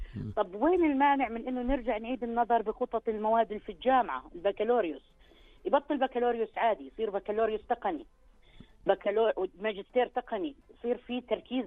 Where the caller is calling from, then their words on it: Jordan; إحنا هون بالأردن